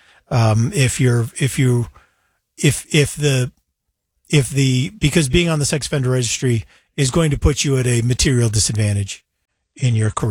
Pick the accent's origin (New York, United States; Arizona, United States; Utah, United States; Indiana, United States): Utah, United States; Salt Lake City; maybe this is just me defending my hometown, but when I saw this safehome.org promoting Salt Lake as one of the five most dangerous places to trick or treat